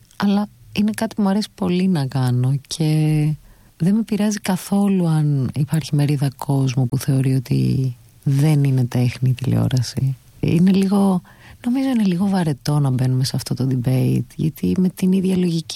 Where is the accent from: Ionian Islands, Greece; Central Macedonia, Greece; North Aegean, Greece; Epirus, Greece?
Ionian Islands, Greece; Corfu; Μεγάλωσα στην Κέρκυρα, όπως σας είπα και πριν, που σημαίνει ότι δεν είχαμε πολλές παραστάσεις.